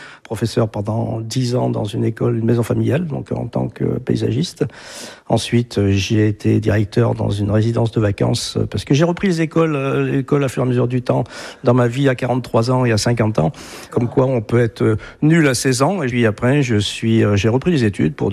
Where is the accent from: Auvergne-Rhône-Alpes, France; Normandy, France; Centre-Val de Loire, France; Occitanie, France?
Centre-Val de Loire, France; Montargis; now in Isère, France; Moi, je suis originaire de Montargis dans le Loiret, alors vous voyez, ça n'a rien à voir. Ça fait 40 et quelques années que je suis en Isère.